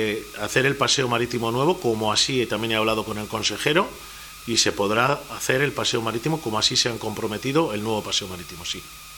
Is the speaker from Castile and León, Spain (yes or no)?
no; Laredo, Cantabria, Spain; Todos somos de Laredo.